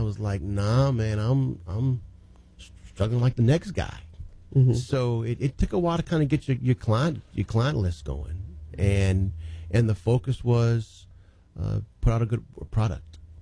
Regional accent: Alexandria, Louisiana, United States; But I'm Alexandria born, I'm Alexandria bred, and when mm-hmm. I die, I'm going to be Alexandria dead. So this is my home. I'm not going anywhere.

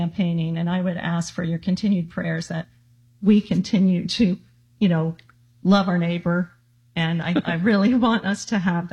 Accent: Miami, Florida, United States; moved away as an adult; also born or lived in Jacksonville, Florida / Nashville, Tennessee / West Palm Beach, Florida / California; now in Stuart, United States; I was born in Jacksonville, Florida. I was raised in Miami.

